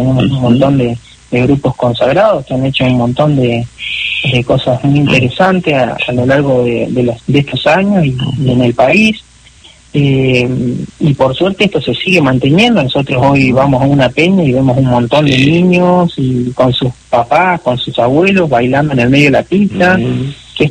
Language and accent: Spanish; General Acha, La Pampa, Argentina; also born or lived in Córdoba; Sí, sí, somos todos de acá, de General Hacha.